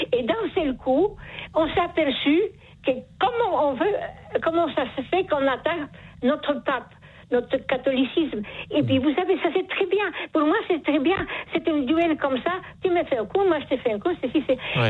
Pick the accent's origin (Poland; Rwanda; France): Poland; French is a second language; Je suis polonaise, je m'excuse. Alors, des fois j'accente qui n'est pas bon.